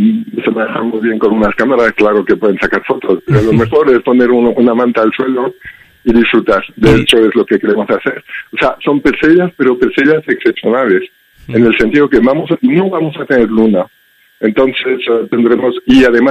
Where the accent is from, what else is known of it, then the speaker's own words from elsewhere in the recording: Belgium; Spanish is a second language; now in Spain; lo notas con mi acento, ¿no? Soy extranjero, soy belga. En Bélgica hay muchísima contaminación lumínica y hay nubes todo el tiempo. Aquí tenemos uno de los mejores cielos de España